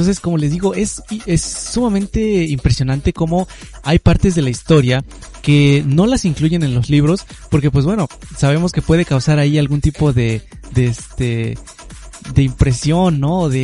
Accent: Mexico

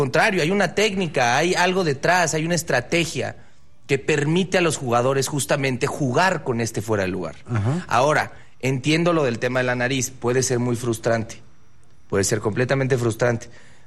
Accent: Mexico; lo digo como mexicano

